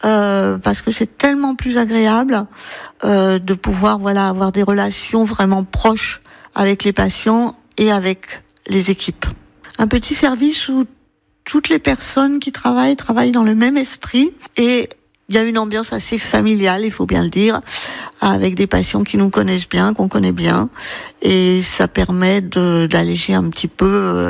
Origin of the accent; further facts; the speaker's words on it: Paris, Île-de-France, France; moved away as an adult; also born or lived in Toulon; now in Provence, France; je suis née à Paris en fait, et j'ai fait toutes mes études à Paris, et une grande partie de ma carrière, tout en ayant toujours des liens très forts avec Toulon, où je venais passer toutes mes vacances sur le Pharaon.